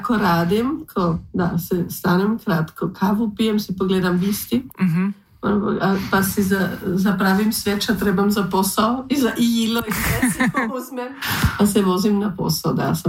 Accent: Wulkaprodersdorf, Burgenland, Austria; moved away as an adult; now in Eisenstadt, Austria; Ja sam iz Vulka Prodaštofa.

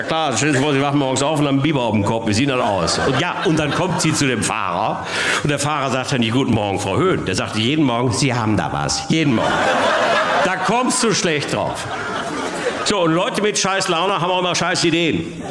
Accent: Bochum, North Rhine-Westphalia, Germany; born or raised there

